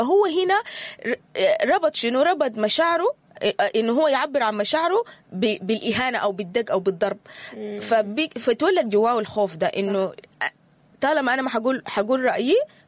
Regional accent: Sudan; إحنا كسودانيين

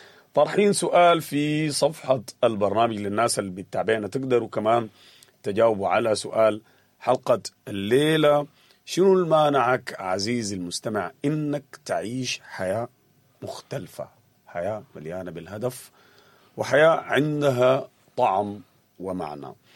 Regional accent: Sudan; معاناتنا كسودانيين. حقيقي تعبنا من دوامة استمرار الحروب في بلدنا السودان

